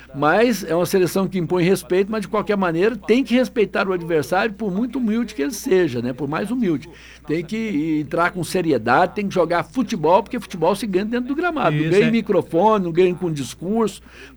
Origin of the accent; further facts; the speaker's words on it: Brazil; nós somos brasileiros, somos realmente bairristas, somos apaixonados por essa pátria